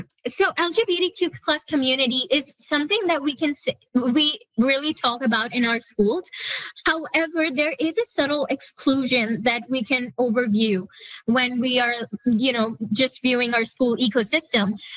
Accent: Saskatoon, Saskatchewan, Canada; I'm from Saskatoon, so I come from a large public school from a city.

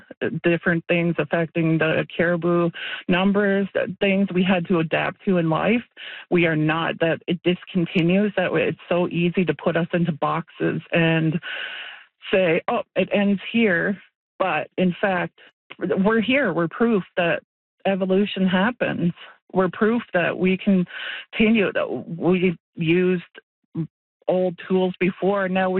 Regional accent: Natuashish, Newfoundland and Labrador, Canada; Growing up in Nutchmeet, my life revolved around the Innu spirituality.

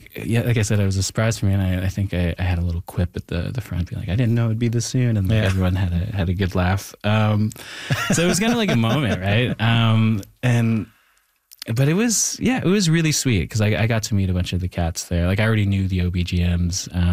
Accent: Thunder Bay, Ontario, Canada; And I bring that back even to growing up in Thunder Bay where like, you know, there is like, you know, a lot of tensions between the Indigenous and non-Indigenous communities up there.

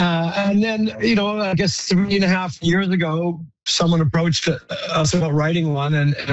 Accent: Regina, Saskatchewan, Canada; I come from Regina, where there wasn't a whole lot of blues players in town

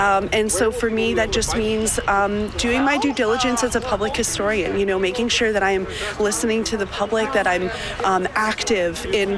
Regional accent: Windsor, Ontario, Canada; born there; moved away as an adult; now in London, Canada; I was born in Windsor. So when I came here, I discovered family lineage that was here that I didn't know about. So finding that almost feels like, so I've only been here for 2 years, I feel like a Londoner in my heart

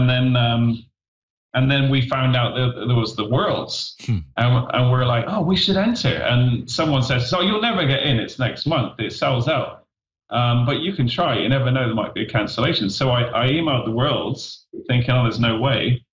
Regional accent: England, United Kingdom; moved away as an adult; now in Waterloo, Canada; I'm from England.

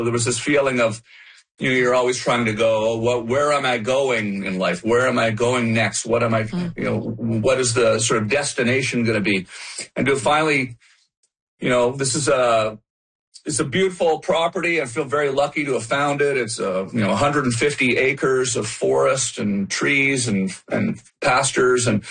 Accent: Ottawa, Ontario, Canada; moved away as an adult; also born or lived in Los Angeles; I can't believe I live in Los Angeles. I'm Canadian. I'm from Ottawa.

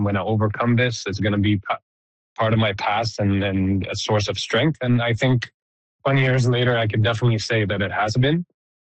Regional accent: Canada; Really, my message is, as a Canadian society, as a nation, we could always do better.

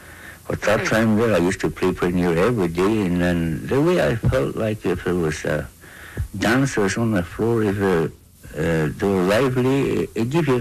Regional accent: Fort Norman, Northwest Territories, Canada; I'm from Fort Norman, and then I travel more or less all through the north.

